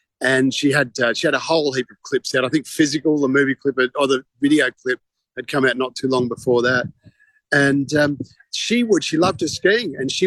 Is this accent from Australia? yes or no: yes; Australia; And being Australian, they you know, they threw me into it